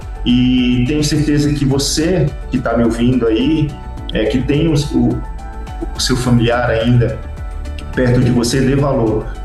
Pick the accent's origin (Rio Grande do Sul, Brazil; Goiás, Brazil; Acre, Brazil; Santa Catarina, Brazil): Acre, Brazil; moved away; Eu sou do Acre, moro longe da minha mãe, moro longe da minha família